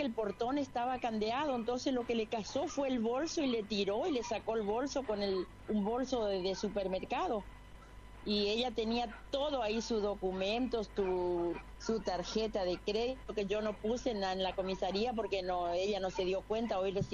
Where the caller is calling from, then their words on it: Vilelas, Chaco, Argentina; Yo soy de Vilela. Estoy con mi suegra acá en Barranquera.